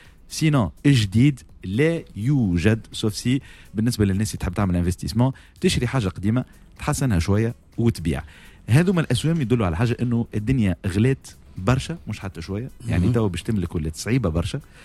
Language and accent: Arabic; Tunisia; انا كمواطن تونسي